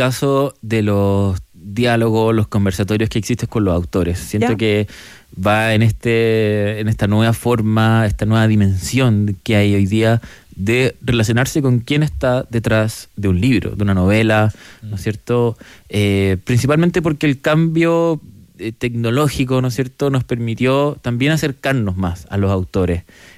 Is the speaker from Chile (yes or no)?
yes; Santiago, Santiago Metropolitan Region, Chile; A nosotros, como los santiaguinos